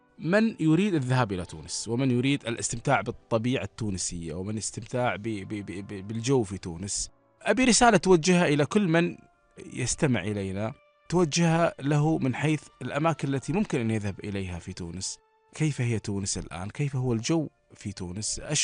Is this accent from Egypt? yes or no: no; Kuwait; إحنا يمكن ككويتيين